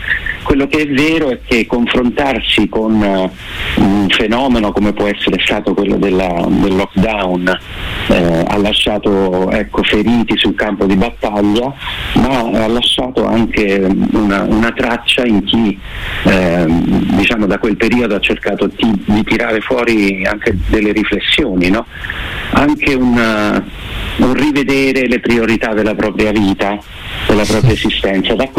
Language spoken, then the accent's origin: Italian; Rome, Lazio, Italy; Abbiamo scelto di ritornare a Roma, che è la mia città d'origine